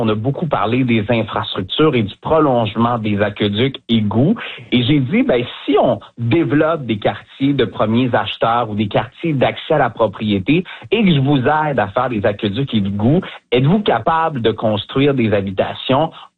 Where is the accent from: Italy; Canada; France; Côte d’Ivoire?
Canada; Quebec; Chez nous, en Beauce, il y en a, dans la grande région de Québec également.